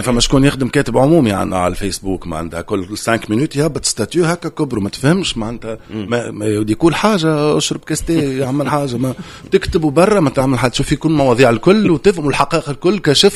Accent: Tunisia; moved away; احنا كشعب تونسي وكجمهور تونسي

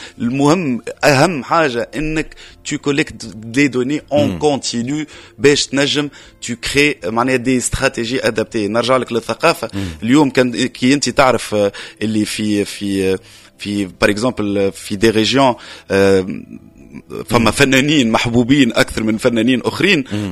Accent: Tunisia; اقوى حاجه عندنا في تونس

